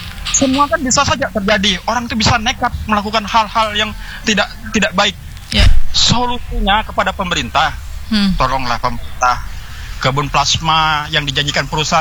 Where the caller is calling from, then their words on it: East Kalimantan, Indonesia; kami juga orang Dayak ini, orang lokal ini